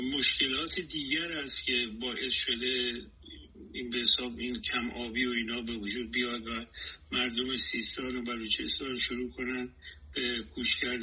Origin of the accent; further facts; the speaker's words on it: northern Iran, Iran; moved away as an adult; now in Washington, United States; چون من خودم شمالی هستم